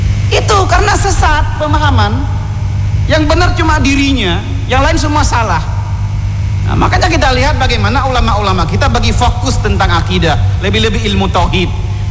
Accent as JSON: {"language": "Indonesian", "region": "Aceh", "country": "Indonesia", "said": "kita orang Aceh"}